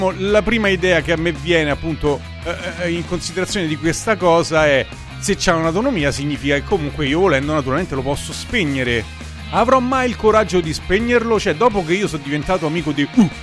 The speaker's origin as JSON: {"language": "Italian", "region": "Molise", "country": "Italy", "said": "faccio parte di quella parte del Molise"}